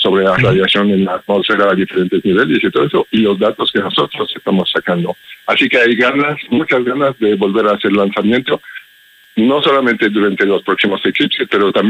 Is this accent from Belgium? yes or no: yes; Belgium; Spanish is a second language; lo notas con mi acento, ¿no? Soy extranjero, soy belga. En Bélgica hay muchísima contaminación lumínica y hay nubes todo el tiempo.